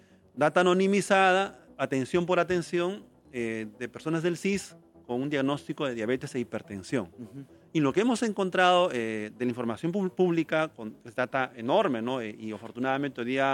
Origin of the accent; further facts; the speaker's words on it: Peru; en realidad somos nosotros los peruanos, ¿no?